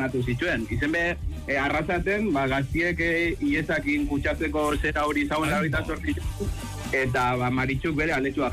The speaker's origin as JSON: {"language": "Basque", "region": "Basque Country", "country": "Spain", "said": "Donostiarren dako bebai, ba, bueno, Gipuzkoa gara, bale?"}